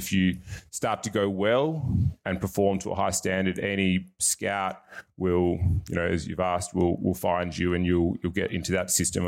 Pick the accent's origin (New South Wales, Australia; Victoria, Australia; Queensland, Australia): Victoria, Australia; Hamilton; also born or lived in Geelong; We grew up in Country Victoria in the Western District in Hamilton.